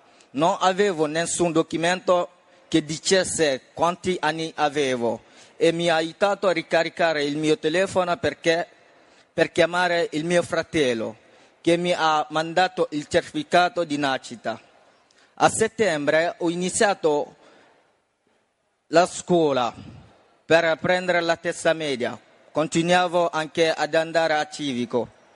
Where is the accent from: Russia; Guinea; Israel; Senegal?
Guinea; Macenta, Nzérékoré; now in Italy; ho 19 anni e sono della Guinea Conakry. Sono nato a Macenta, un piccolo paese dove vivevo con la mia famiglia, miei genitori, mio fratello grande e mia sorella più piccola.